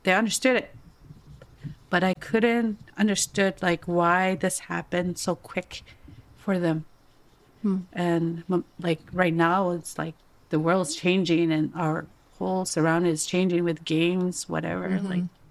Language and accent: English; Deline, Northwest Territories, Canada; I'm from Dene, like the Dalene Gotine